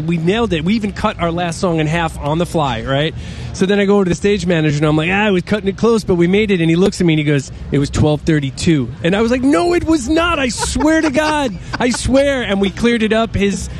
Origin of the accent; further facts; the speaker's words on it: Long Island, New York, United States; We're all from Long Island, mm-hmm.